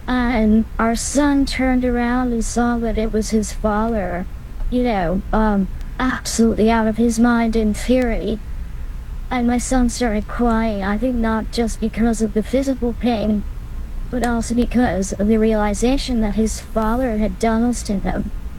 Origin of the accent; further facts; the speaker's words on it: New England, United States; I'm from New England. But we moved all around the world.